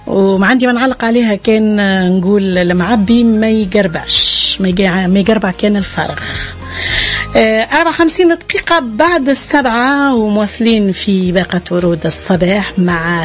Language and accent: Arabic; Tunisia